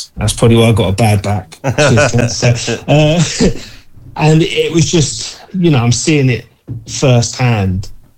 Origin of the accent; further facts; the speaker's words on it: Colchester, East of England, United Kingdom; Yeah. In Colchester. I was born in Colchester in Essex.